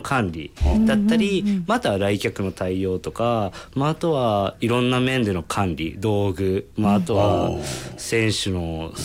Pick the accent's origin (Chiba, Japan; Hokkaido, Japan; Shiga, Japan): Chiba, Japan; moved away as an adult; also born or lived in Gunma; now in Miki, Japan; 高校生まで千葉で高校野球児として